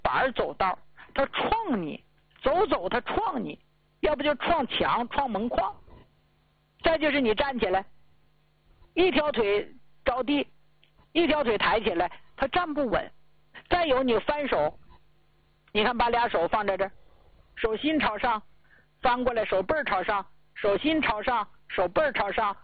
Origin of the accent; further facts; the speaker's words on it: Northeast China, China; 用咱们东北老家话说